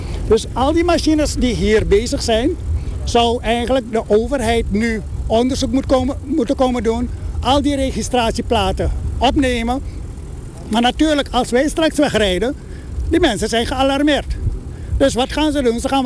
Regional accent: Suriname; Dus ik denk dat wij als Surinamers heel boos kunnen worden.

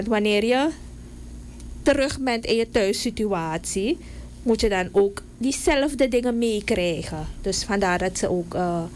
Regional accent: Suriname; Als Surinamers

